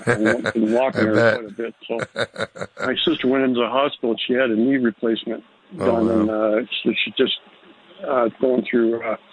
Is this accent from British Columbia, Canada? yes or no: no; London, Ontario, Canada; I'm from London, Ontario.